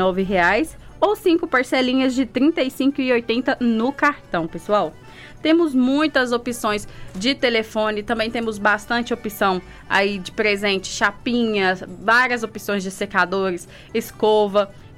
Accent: Brazil; Eu sou brasileiro.

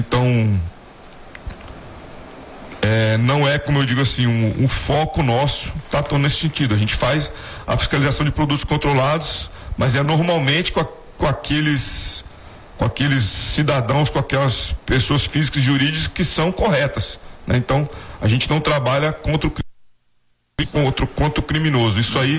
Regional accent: Pernambuco, Brazil; Eu sou pernambucano, minha família é toda do Nordeste, minha família é de Maceió.

